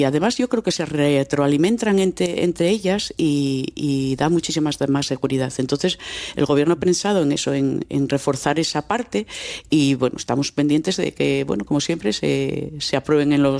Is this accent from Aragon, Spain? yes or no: no; Asturias, Spain; Sí, soy de la cuenca, soy de la Guería Carrocera.